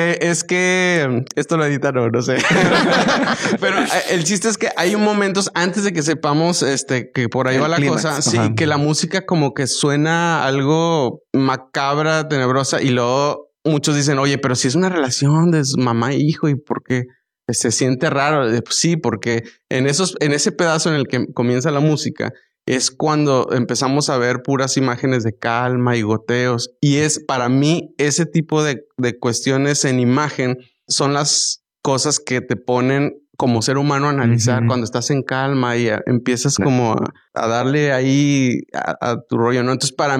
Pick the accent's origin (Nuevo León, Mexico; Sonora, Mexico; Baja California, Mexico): Nuevo León, Mexico; Monterrey; todos éramos regios